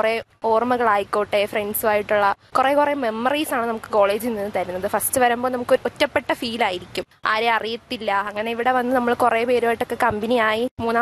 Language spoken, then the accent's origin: Malayalam; Thiruvananthapuram, Kerala, India; ഞാൻ തിരുവനന്തപുരം സ്വദേശിനിയാണ്.